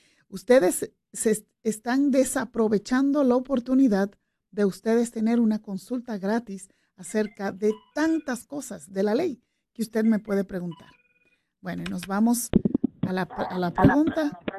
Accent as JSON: {"language": "Spanish", "region": "New York", "country": "United States", "tie": "born or raised there", "also_born_or_lived": "Bronx", "said": "yo me crié en Brooklyn, pero viví en el Bronx."}